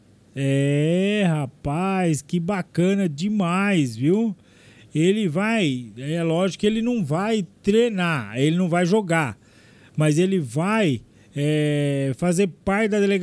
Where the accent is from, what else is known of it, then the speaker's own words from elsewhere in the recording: Brazil; Nós, como brasileiros, temos que torcer.